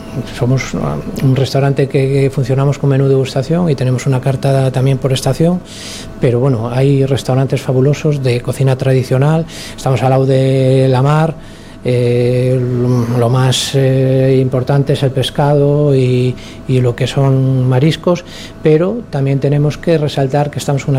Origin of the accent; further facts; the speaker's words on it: Mondoñedo, Galicia, Spain; Pues nosotros somos de Mondoñedo, a un pueblecito de aquí